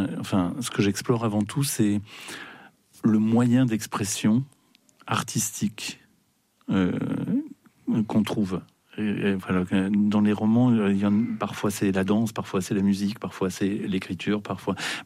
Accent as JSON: {"language": "French", "region": "Grand Est", "country": "France", "tie": "born or raised there", "said": "Moi, j'ai grandi en Champagne-Ardenne. J'habite en Champagne-Ardenne."}